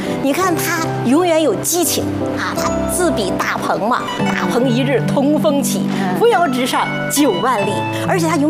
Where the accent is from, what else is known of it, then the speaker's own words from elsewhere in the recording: China; 因为我们中国人是一个农业民族，我们是很务实的